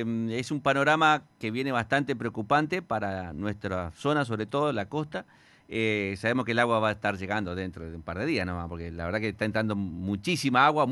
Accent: Argentina

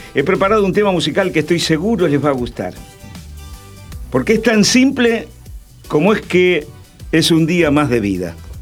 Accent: Santa Fe, Argentina; ¿de dónde sos? Somos de Santa Fe de la Vera Cruz.

